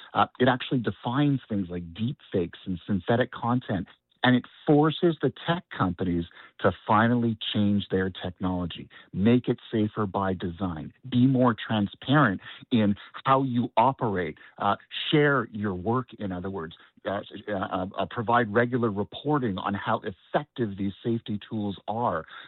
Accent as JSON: {"language": "English", "country": "Canada", "said": "that to me as a Canadian is unacceptable."}